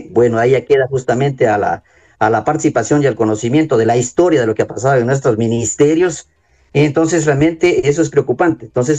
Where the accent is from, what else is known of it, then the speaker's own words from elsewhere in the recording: Zamora-Chinchipe, Ecuador; los que estamos perdiendo somos los zamoranos chinchipenses